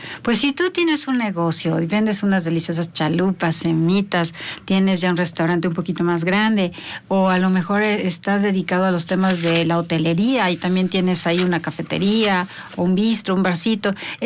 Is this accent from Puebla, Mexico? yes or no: yes; Puebla, Mexico; quienes somos poblanas, poblanos de toda la vida